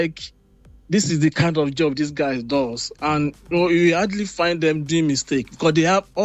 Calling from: London, United Kingdom; I'm calling from N5.

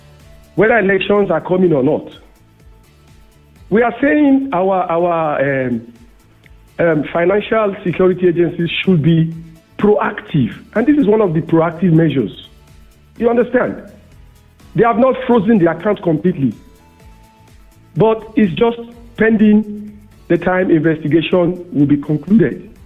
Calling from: Itele, Ogun, Nigeria; It's in Ogun State, Jebu East.

